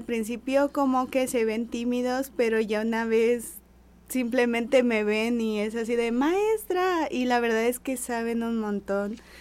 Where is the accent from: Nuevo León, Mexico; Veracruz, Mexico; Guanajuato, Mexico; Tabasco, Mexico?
Tabasco, Mexico; Villahermosa; now in Nogales, Mexico; Pues mi abuelo es de Puebla y yo soy de Villahermosa, Tabasco.